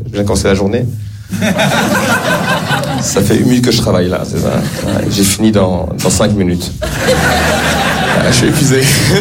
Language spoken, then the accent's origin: French; Rwanda; Je suis un Rwandais souriant et optimiste. Il n'y a pas beaucoup de Rwandais optimistes aujourd'hui, hein.